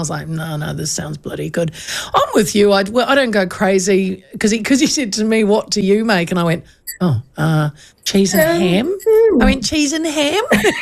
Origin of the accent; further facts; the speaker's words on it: Hastings, Hawke's Bay, New Zealand; my hometown of Hastings.